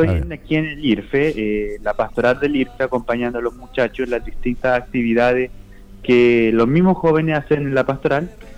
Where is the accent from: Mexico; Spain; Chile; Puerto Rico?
Chile; Chimbarongo, O'Higgins; Sí, soy de Chimbarongo, y me nacido y criado en Chimbarongo. Participé mucho tiempo en la parroquia La Merced de Chimbarongo